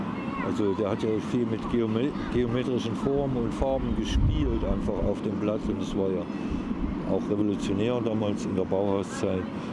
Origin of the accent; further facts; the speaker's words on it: Saxony, Germany; Die Hügel erinnern mich an das Vogtland, da wo ich herkomme. Besteht ja eigentlich nur aus Hügeln, Wäldern, kleinen Seen und Wiesen, Wäldern.